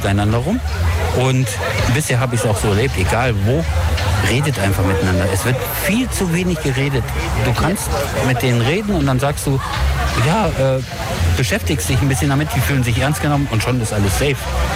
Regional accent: Kassel, Hesse, Germany; moved away; ich komme aus Kassel

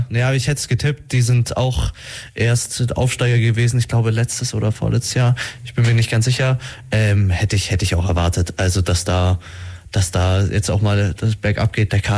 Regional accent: Dresden, Saxony, Germany; da kann man sich gar nicht beschweren, glaube ich, als Dresdner.

